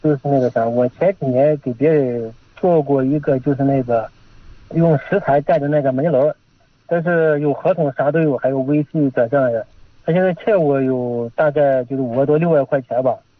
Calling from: Linyi, Shanxi, China; 我山西临沂的。

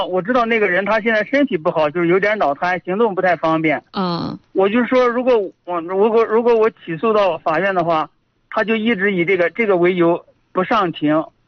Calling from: Xinjiang, China; 我是新疆的。

